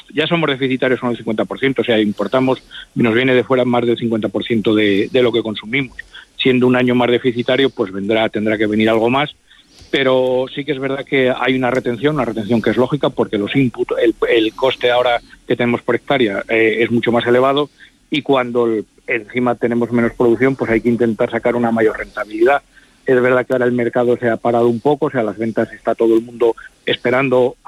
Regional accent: Castile and León, Spain; Castilla y León, que es de donde yo soy

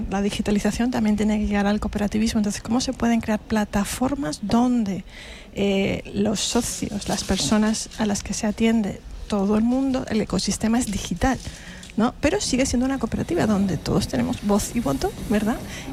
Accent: Mondragón, Basque Country, Spain; yo vengo de Mondragón, digamos que, pues, cooperativas de solera

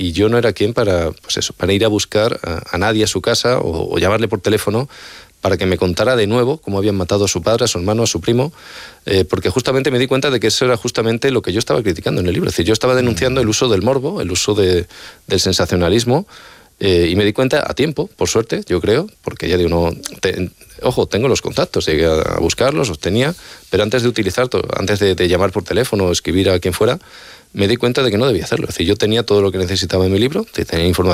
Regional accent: Extremadura, Spain; Yo vengo de la Sierra de Gata, está al norte de Cáceres

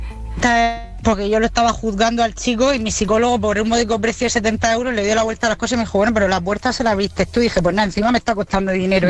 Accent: Region of Murcia, Spain; now in Granada, Spain; Pero soy murciana.

